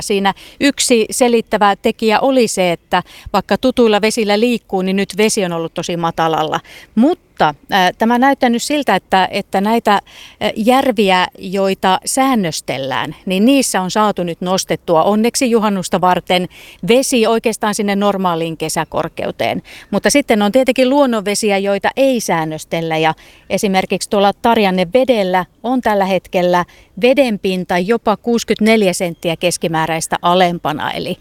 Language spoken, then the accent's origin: Finnish; Kokkola, Central Ostrobothnia, Finland; now in Tampere, Finland; Tietenkin mä oon Kokkolasta kotoisin, että se on vähän pohjoisemmassa.